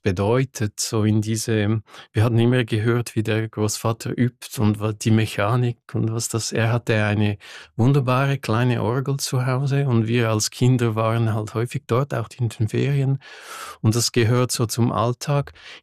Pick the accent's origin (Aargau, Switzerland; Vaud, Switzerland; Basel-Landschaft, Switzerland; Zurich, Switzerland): Vaud, Switzerland; Lausanne; first language French; German is a second language; Ich bin aus Lausanne, ich bin französisch aufgewachsen, das ist meine Fremdsprache hier.